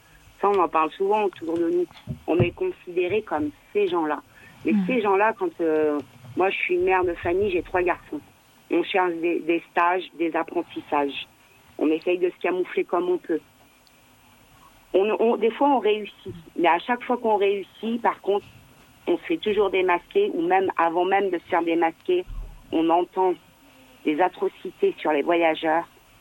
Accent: France

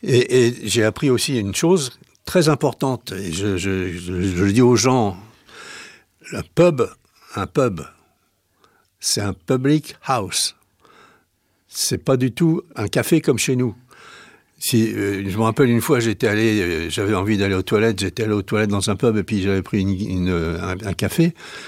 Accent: Nantes, Pays de la Loire, France; Eh ben je suis nantais.

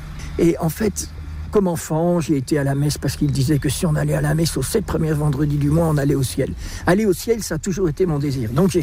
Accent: Belgium; Mon père est flamand, ma mère est wallonne et moi je suis belge.

